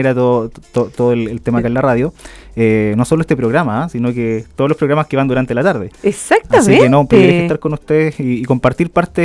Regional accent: Puerto Montt, Los Lagos, Chile; Mira, yo soy puertomontino, nací acá en Puerto Montt el año 93, 25 de noviembre del 93, así que Sagitario ahí.

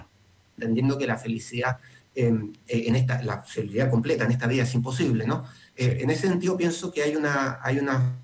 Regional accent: Chile; porque somos muchos los chilenos y no todos somos de la misma manera, ¿no?

